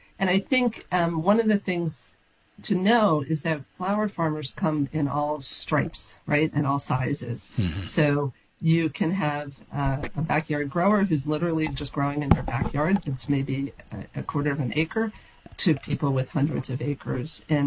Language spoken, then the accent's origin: English; Brookville, Maryland, United States; I grew up about 15 minutes from where I currently live, a small town called Brookville, Maryland.